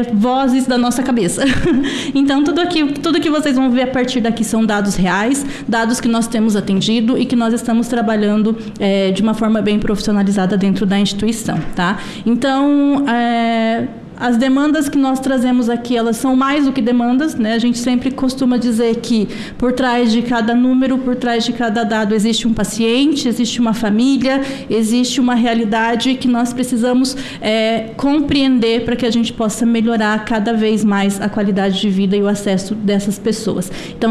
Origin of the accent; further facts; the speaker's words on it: Apucarana, Paraná, Brazil; Senador, que é meu conterrâneo paranaense, eu sou lá de Apucarana, interior do estado do Paraná.